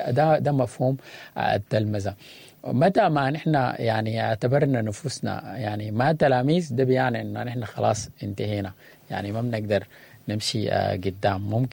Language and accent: Arabic; Sudan; نحن فعلا يعني كسودانيين